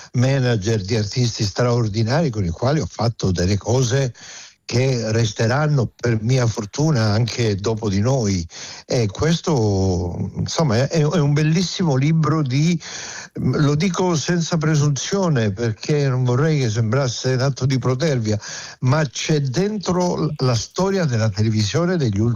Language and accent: Italian; Calabria, Italy; perché poi sono un calabrese, tu lo sai, calabresi, poi sono un calabrese salesiano.